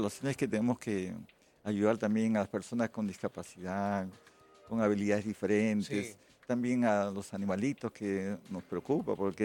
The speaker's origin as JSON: {"language": "Spanish", "town": "Ventanilla", "region": "Callao", "country": "Peru", "tie": "born or raised there", "said": "como la zona sur del Callao, los barracones, por ahí nací. Hice la primaria en el Callao, en el Colegio de Sabogal, que ya no está. La secundaria la hice en Ventanilla, es una población pobre"}